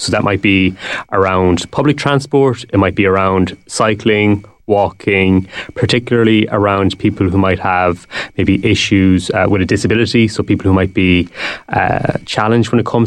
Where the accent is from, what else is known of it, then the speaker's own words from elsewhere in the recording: Tipperary, Munster, Ireland; I'm from Tipperary